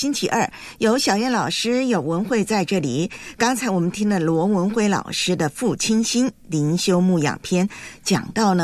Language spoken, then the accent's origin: Chinese; China